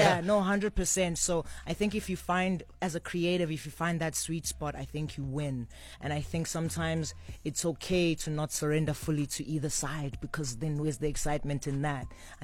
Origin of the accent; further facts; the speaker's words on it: Durban, KwaZulu-Natal, South Africa; All the way from Durban, 031 in the building.